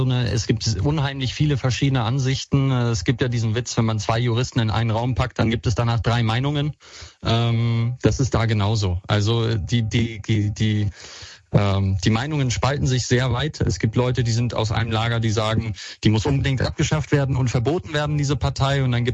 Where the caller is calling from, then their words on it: Berlin, Germany; ich komme aus Berlin